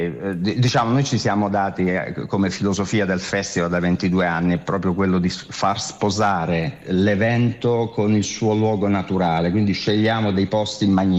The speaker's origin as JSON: {"language": "Italian", "region": "Apulia", "country": "Italy", "tie": "born there", "said": "noi siamo nati sul Gargano"}